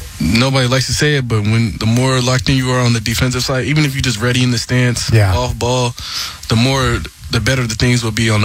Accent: Marietta, Georgia, United States; I'm from Marietta, so.

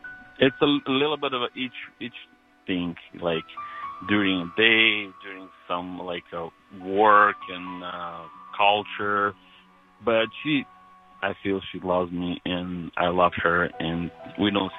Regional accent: Ukraine; Originally, I'm from Ukraine, but my nationality is not Ukrainian. I'm Bulgarian.

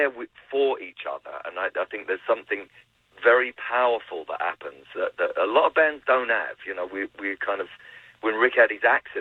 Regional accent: London, United Kingdom; I grew up in, I'm from London, so I grew up listening

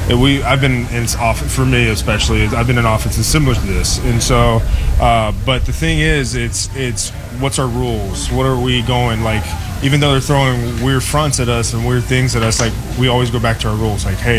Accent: Texas, United States; moved away; We're from Texas

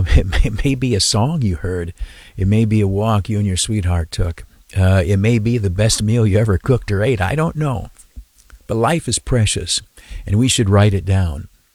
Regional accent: Canisteo, New York, United States; I went in the afternoon down to my hometown. I grew up in Canastillo, New York, in the southern tier in Steuben County.

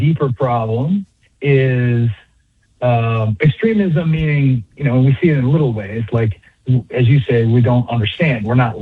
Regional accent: United States; Well, we are all, we kind of take for granted that we're American. I was raised evangelical Christian, right?

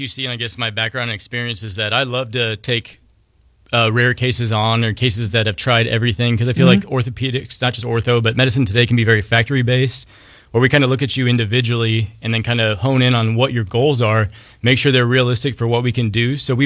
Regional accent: Midwest, United States; I'm from the Midwest originally, so I definitely know the population and the people around here

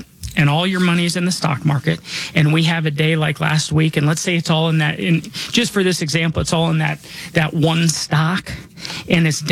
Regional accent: Denver, Colorado, United States; born or raised there

